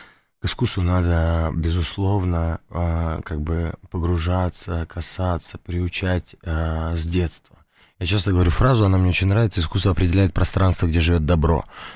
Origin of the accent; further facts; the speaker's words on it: Moscow, Russia; Мы сами родились в Москве, на Бабушкинской.